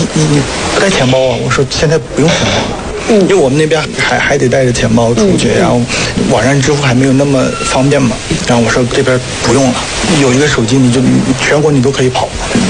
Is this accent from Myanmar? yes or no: yes; Myanmar; Chinese is a second language; 我们缅甸人看着就会感觉哇，这个很好